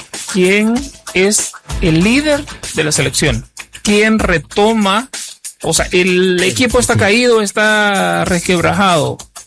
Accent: El Salvador; como salvadoreño uno siente ese resultado

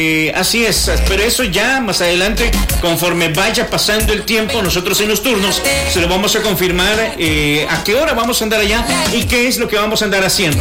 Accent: El Salvador; ahí sí no soy salvadoreño

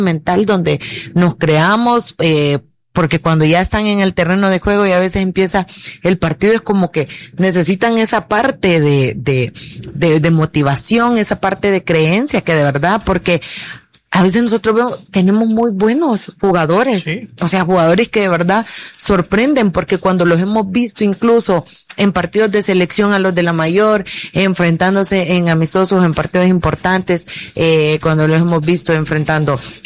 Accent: El Salvador

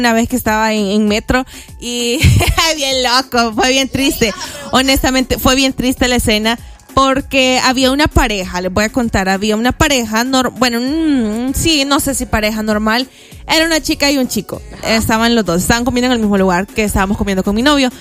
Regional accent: El Salvador; uno como salvadoreño

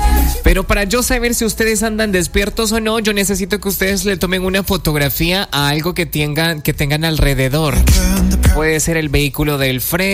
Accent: El Salvador; qué tan salvadoreños somos

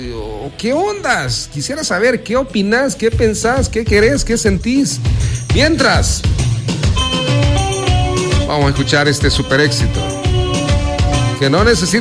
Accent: El Salvador

